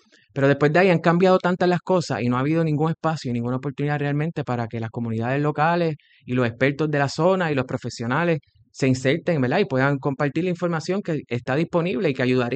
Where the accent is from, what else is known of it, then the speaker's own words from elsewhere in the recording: Cabo Rojo, Puerto Rico; Yo soy de Cabo Rojo y yo, esa es mi área